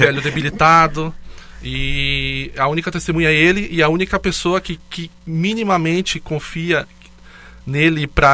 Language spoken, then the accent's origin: Portuguese; Joinville, Santa Catarina, Brazil; accent: Joinville; Tudo de Joinville daqui. Um comentário legal do Instagram foi: nossa, eles têm o sotaque aqui de Joinville.